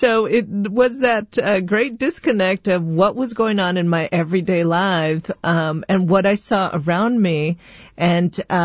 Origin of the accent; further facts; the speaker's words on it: Pacoima, California, United States; Yeah, I'm from Northeast LA, a small little part of LA called Pacoima.